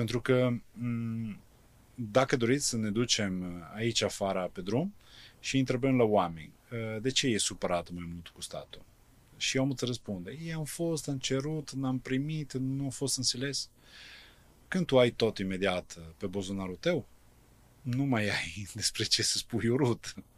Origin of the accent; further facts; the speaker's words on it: Italy; Romanian is a second language; now in Chișinău, Moldova; eu vă spun ca italian